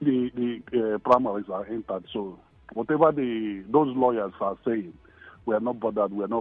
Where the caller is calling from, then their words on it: Nigeria; I'm calling from Lelemo.